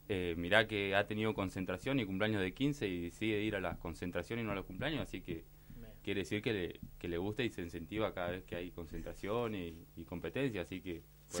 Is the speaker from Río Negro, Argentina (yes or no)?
yes; Allen, Río Negro, Argentina; Mirá, nosotros, somos de Allen. Y la verdad que hace muchísimo tiempo que en Allen no había nivel en canotaje.